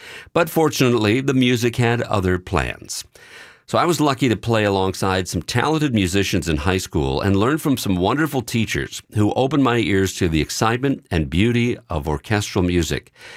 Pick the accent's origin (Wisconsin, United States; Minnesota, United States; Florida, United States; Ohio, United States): Minnesota, United States; I grew up in Minnesota, where I spent my time playing hockey, playing trumpet, and hearing the occasional comment that I sounded like a radio announcer.